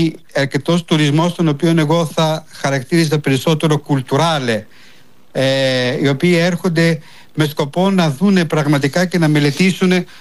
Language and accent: Greek; Greece